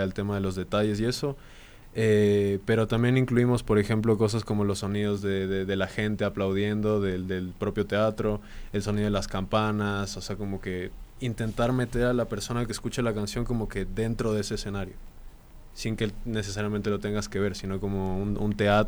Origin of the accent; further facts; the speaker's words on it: Ecuador; siendo ecuatoriano